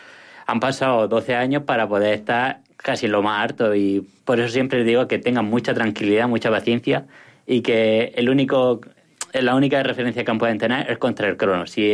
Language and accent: Spanish; Cuevas de Reillo, Castilla-La Mancha, Spain; porque yo soy un pueblo muy pequeño, ¿no?, de Cuevas de Reillo, y claro, parecía que de ahí se acababa el mundo, que era una circunferencia de 50 kilómetros y que no había más mundo a partir de ahí.